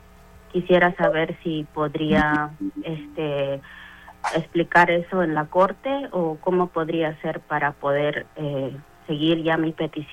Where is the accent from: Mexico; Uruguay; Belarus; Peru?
Peru; Soy de Perú y mi segunda corte es el próximo año en mayo.